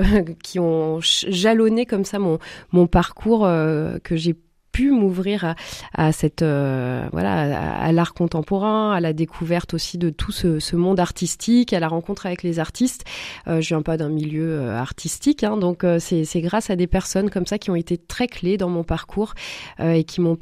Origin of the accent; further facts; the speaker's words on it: Auvergne-Rhône-Alpes, France; je vis à Rovona. Je suis originaire de l'Ain, même si je travaille à Lyon et puis voilà, selon les projets, parfois en France.